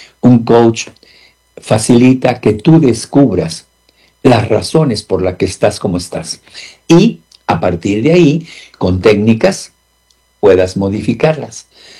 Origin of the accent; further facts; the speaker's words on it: Mexico; decimos en México chismoso